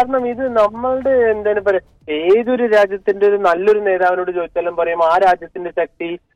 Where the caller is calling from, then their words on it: Perinthalmanna, Kerala, India; ഞാൻ മലപ്പുറം പെരിന്തൽമണ്ണ.